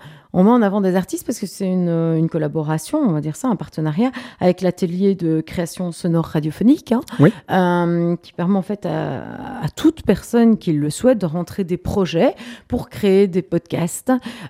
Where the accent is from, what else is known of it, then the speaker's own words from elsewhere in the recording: Belgium; quand on est belge, on n'est pas dans une culture non plus musicale, de vente musicale